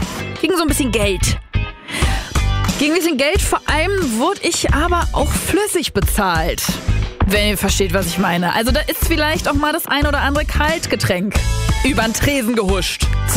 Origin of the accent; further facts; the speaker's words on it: Laichingen, Baden-Württemberg, Germany; lang auf dem Stadtfest in Laichlingen, meiner Heimat, als Kellnerin gearbeitet.